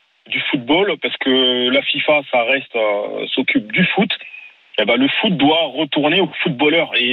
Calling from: Mali; moi je suis originaire du Mali.

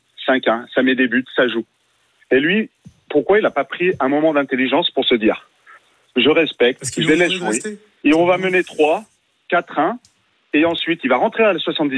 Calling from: Portugal; en tant que Portugais, moi j'étais au Portugal cet été

